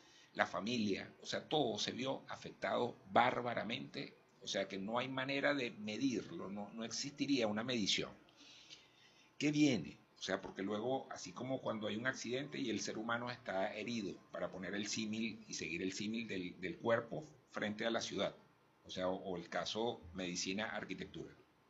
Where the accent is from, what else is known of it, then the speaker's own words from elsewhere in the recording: Venezuela; Y tenemos una ventaja, como venezolanos, que es la resiliencia